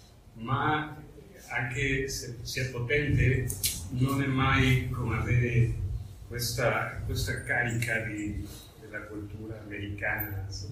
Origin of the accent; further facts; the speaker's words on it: Mexico; io vengo dal Messico e lì la realtà diciamo nordamericana degli Stati Uniti è molto presente